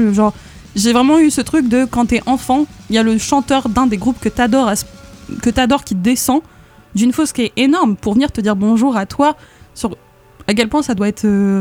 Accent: Brittany, France; Je suis bretonne

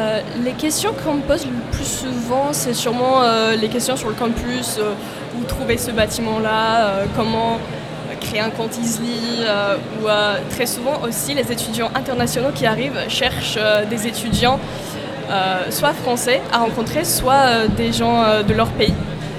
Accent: Georgia; moved away as an adult; now in Rennes, France; Oui, je viens de Géorgie et c'est ma troisième année sur Rennes.

